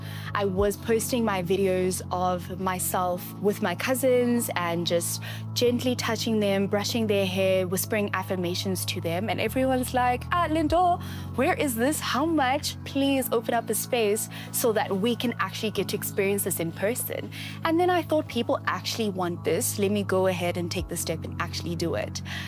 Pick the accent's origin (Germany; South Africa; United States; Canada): South Africa; first language Zulu; English is a second language; I've never heard it in my mother tongue. I've never heard it in a South African language.